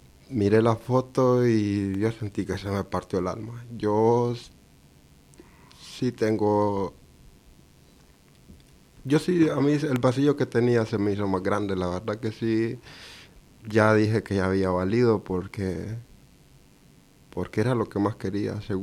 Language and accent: Spanish; Nicaragua; moved away as an adult; now in Spain; creí que iba a volverme a Nicaragua